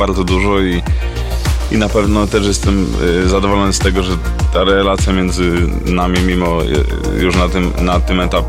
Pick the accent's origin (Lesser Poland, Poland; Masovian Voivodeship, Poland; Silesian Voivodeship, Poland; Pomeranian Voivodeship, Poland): Lesser Poland, Poland; Tarnów; ja tak samo jestem z Tarnowa i od dziecka był tak samo moim idolem